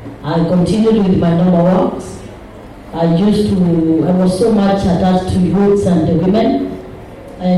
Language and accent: English; Meru, Meru County, Kenya; born there; moved away as an adult; I was born in Meru, that is the former Eastern Province. I got married to Rift Valley, to Akaleji.